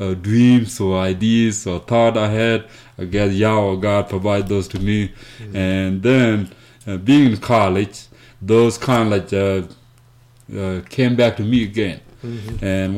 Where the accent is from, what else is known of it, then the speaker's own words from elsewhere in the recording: South Sudan; I'm kind of like a former refugee. I'm originally from South Sudan, southeastern part of South Sudan.